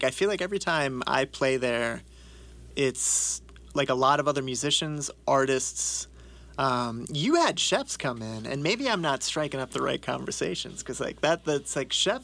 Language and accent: English; East Coast, United States; moved away; I grew up on the East Coast